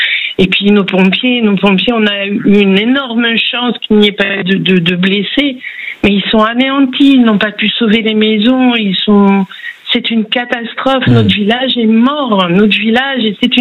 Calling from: Lacanau, Nouvelle-Aquitaine, France; Alors, moi je suis habitante du Porge et je suis évacuée sur le lac de Lacano à Carrère depuis mercredi dernier.

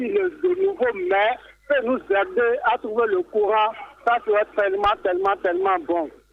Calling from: Benin; je vous appelle de Zunga, comme il fait Zunga.

